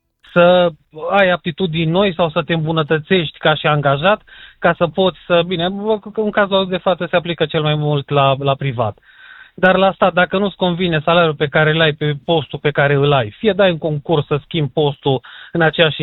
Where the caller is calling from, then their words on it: Satu Mare, Satu Mare County, Romania; și sunt de la Satu Mare